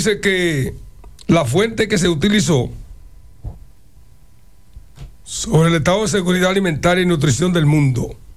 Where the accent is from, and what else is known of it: San Juan de la Maguana, San Juan, Dominican Republic; born or raised there; now in Santo Domingo, Dominican Republic